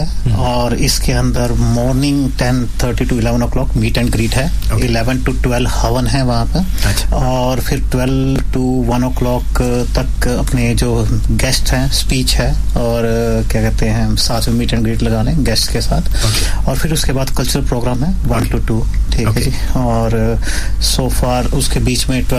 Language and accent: Hindi; Haryana, India; now in Australia; हम हरियाणा से बिलोंग करते हैं